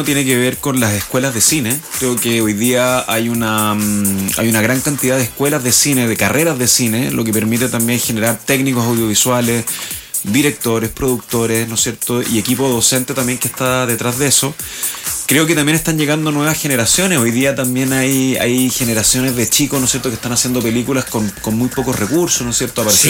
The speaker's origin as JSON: {"language": "Spanish", "town": "El Salvador", "region": "Atacama", "country": "Chile", "tie": "born there", "said": "yo soy del norte, nací en el norte, nací más al norte en El Salvador, que es una ciudad que está cerca de Potrerillo."}